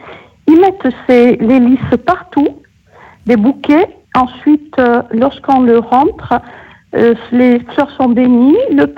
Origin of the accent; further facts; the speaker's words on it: Corsica, France; comme on disait chez nous en Corse, à church.